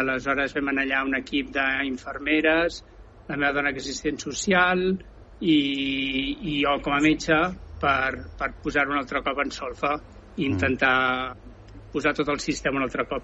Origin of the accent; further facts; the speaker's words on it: Sant Cugat del Vallès, Catalonia, Spain; also born or lived in Barcelona; Doncs mira, jo vaig néixer a Barcelona, vaig viure els meus primers 10 anys a Montornès del Vallès i després vaig canviar de Vallès i he estat i crescut a Sant Cugat del Vallès.